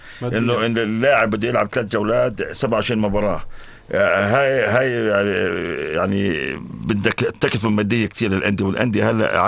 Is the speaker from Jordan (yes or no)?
yes; Jordan